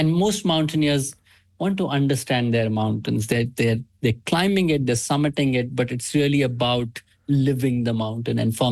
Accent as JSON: {"language": "English", "region": "Maharashtra", "country": "India", "second_language": "English", "lives_now": "Bangalore, India", "said": "I'm from Central India, the state of Maharashtra."}